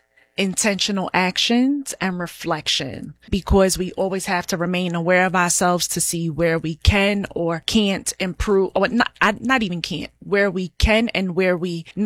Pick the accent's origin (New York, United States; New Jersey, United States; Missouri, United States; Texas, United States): New York, United States; New York City; I am originally from Brooklyn. I am one of nine children. I am the eighth child.